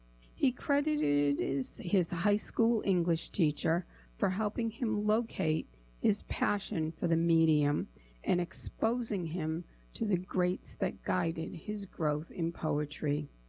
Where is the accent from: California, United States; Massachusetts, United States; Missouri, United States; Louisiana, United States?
Massachusetts, United States; Chicopee; I grew up in Chicopee, and I still live 8 miles away.